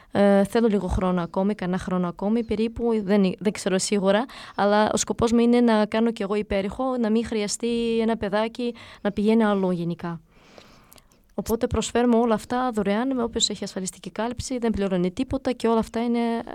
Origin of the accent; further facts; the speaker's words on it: Greece; είμαστε Έλληνες.